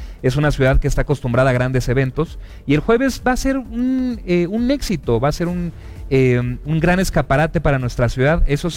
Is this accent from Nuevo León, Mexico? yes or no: no; Mexico City, Mexico; yo soy de Coyoacán